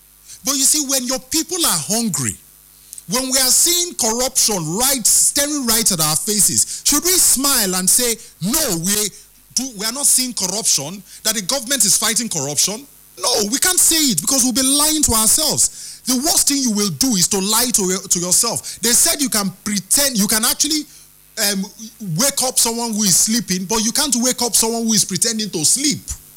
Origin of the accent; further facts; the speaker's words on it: Nigeria; I'm a Nigerian.